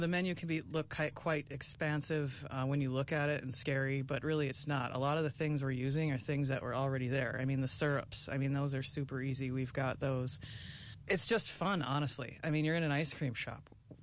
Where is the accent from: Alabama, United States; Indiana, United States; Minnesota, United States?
Minnesota, United States; Duluth; I grew up in Duluth, Minnesota. I married a Youper, and here we are.